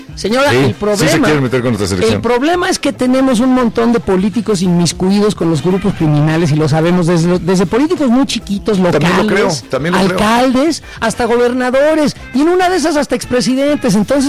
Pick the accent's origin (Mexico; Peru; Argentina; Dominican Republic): Mexico; deberíamos de despertarnos como mexicanos